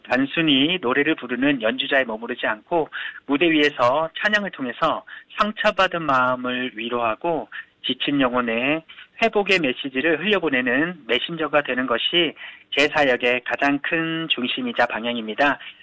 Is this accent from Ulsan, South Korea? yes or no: yes; Ulsan, South Korea; 제가 꼭 이 말씀을 드리고 싶습니다. 저는 네. 울산에서 태어나서 학창시절을 보냈고 지금은 비록 울산을 떠나 있지만